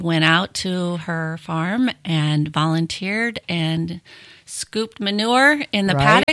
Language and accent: English; Midwest, United States; I grew up in the Midwest and around horses